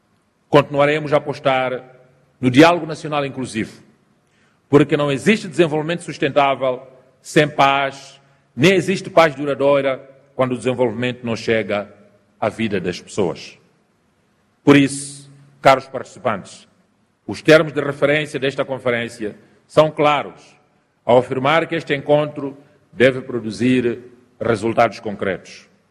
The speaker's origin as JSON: {"language": "Portuguese", "country": "Mozambique", "said": "continuaremos, como moçambicanos"}